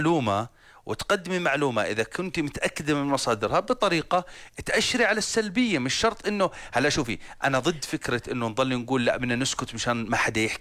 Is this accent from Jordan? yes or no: yes; Jordan; أنا مواطن أردني